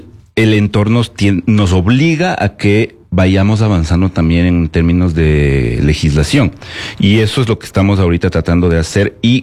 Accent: Ecuador

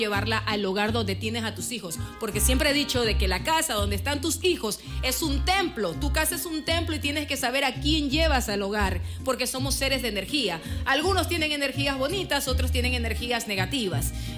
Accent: Ecuador; nosotros también los ecuatorianos celebramos el Día del Padre.

